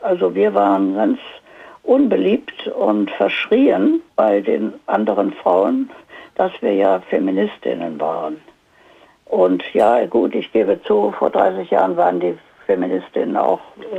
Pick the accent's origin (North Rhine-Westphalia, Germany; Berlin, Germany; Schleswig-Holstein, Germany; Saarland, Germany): Berlin, Germany; da ich ja als Berlinerin meinen Blick immer in den Osten wendete